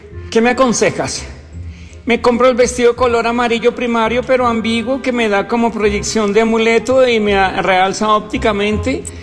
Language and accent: Spanish; Medellín, Antioquia, Colombia; Yo soy de Medellín, hombre. Medellín, Colombia. Medellín, Antioquia.